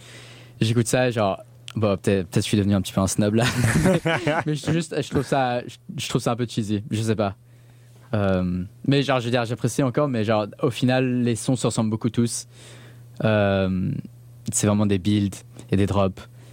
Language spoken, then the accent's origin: French; Brussels, Brussels-Capital Region, Belgium; moved away as an adult; now in Montreal, Canada; Genre, je viens de Bruxelles